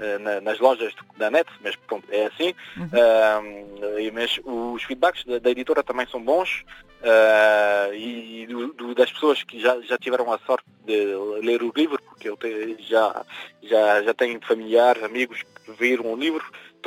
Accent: France; moved away as an adult; now in South Korea; nasci em França, nasci e vivi em França, agora estou a viver na Coreia do Sul.

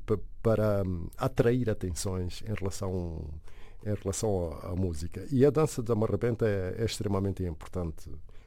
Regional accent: Mozambique; moved away; o mais interessado sou eu para ir à minha terra

